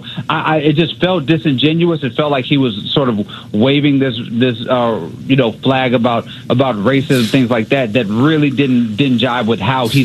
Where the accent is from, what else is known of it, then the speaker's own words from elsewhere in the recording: Mississippi, United States; also born or lived in Lafayette, Louisiana / New Orleans; I was raised in Mississippi. I was born in Lafayette. So, like, I was born in Louisiana. I was born not that far from Baton Rouge. I lived in New Orleans for years.